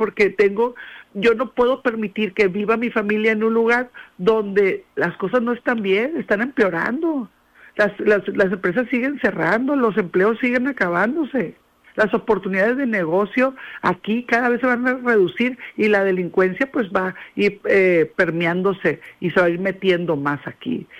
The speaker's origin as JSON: {"language": "Spanish", "region": "Sinaloa", "country": "Mexico", "said": "somos una familia sinaloense"}